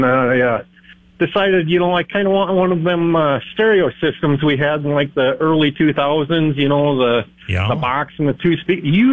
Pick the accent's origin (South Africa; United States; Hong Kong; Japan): United States; Nebraska; born there; Even though mine starts with the Minnesota area code, I was born in Nebraska.